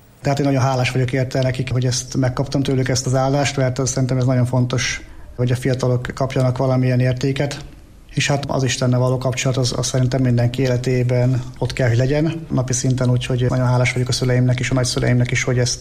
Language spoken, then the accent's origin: Hungarian; Slovakia; now in Hungary; én felvidéki születésű vagyok